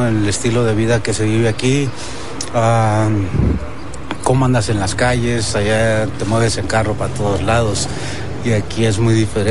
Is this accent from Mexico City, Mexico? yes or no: yes; Mexico City, Mexico; born there; Yo nací aquí en la Ciudad de México.